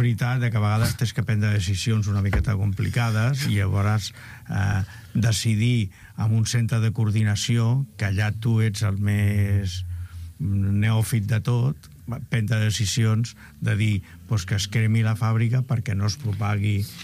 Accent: Catalonia, Spain; La zona del Vallès Oriental, allà del meu poble. Que jo estic a dalt de tot

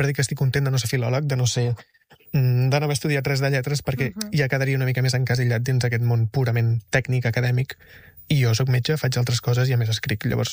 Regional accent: El Masnou, Catalonia, Spain; estem intentant tancar alguna presentació a Barcelona o al meu poble, que és Masnou, etc.

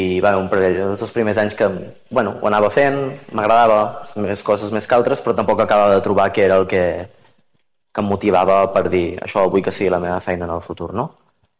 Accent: Sant Celoni, Catalonia, Spain; Jo vaig jugar fins als 23 anys al meu poble, a Sant Celoni

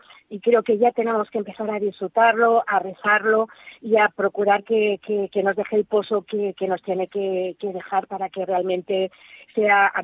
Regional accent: Madrid, Community of Madrid, Spain; yo soy madrileña, o sea, soy madrileña y por eso todo voy a pasar por Madrid

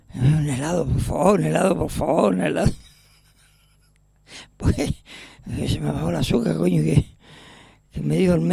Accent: Canary Islands, Spain; born there; cuando me tuvo a mí, allá abajo en el San Martín, en el Hospital San Martín, de los pocos que había en aquella época, porque 60 años, bueno, 61

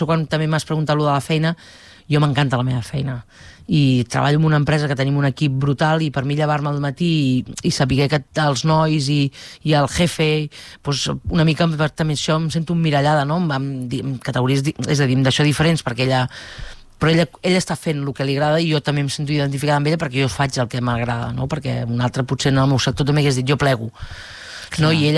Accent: Manresa, Catalonia, Spain; com a bona manresana, que tenim Montserrat al costat.

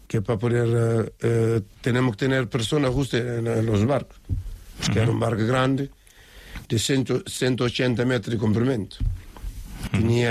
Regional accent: Maio, Cape Verde; Spanish is a second language; moved away as an adult; yo soy de Isla de Mayo

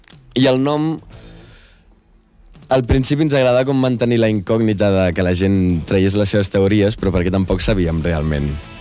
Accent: El Vendrell, Catalonia, Spain; El fet de ser de Vendrell de tota la vida ajuda a que et portis bé amb tothom.

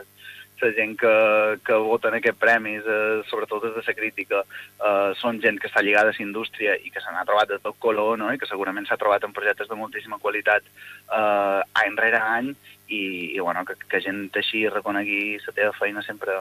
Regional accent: Santa Maria del Camí, Balearic Islands, Spain; tocaré Santa Maria del Camí, en el meu poble, que són festes patronals

